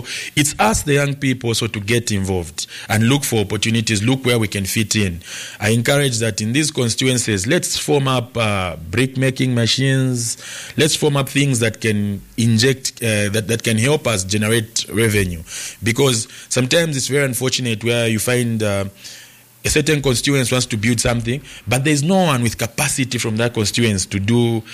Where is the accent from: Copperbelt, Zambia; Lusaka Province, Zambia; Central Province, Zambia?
Lusaka Province, Zambia; Lusaka; I come from Roma constituents.